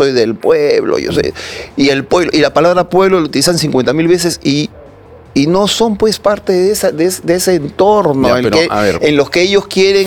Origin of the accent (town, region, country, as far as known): Peru